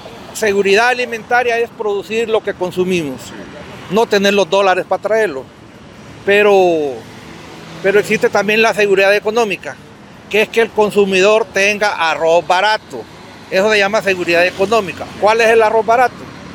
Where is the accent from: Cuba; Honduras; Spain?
Honduras